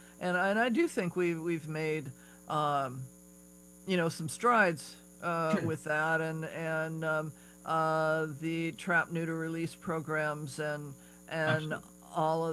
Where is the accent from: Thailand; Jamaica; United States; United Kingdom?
United States; Seattle, Washington; when I grew up here, I grew up in Seattle.